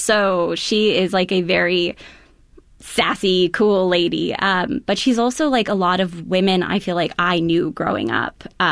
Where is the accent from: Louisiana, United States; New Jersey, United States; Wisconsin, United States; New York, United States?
Wisconsin, United States; Necedah; now in Madison, United States; my hometown, which is Nisida, Wisconsin, where I grew up, which has quite a bit of its own lore.